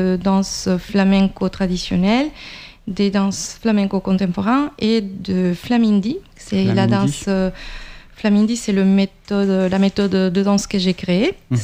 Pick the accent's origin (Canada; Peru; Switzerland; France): Peru; Trujillo, La Libertad; Oui, je suis péruvienne en fait, d'origine. Je suis née au Pérou.